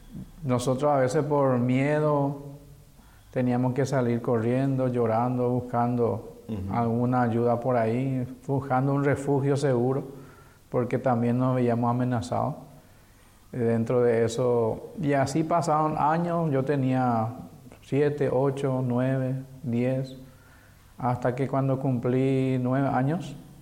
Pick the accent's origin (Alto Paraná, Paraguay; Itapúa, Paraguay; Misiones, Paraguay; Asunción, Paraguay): Asunción, Paraguay; Crecí en Asunción. Somos 7 en mi familia. Yo soy el segundo. 5 varones, 2 nenas, papá y mamá.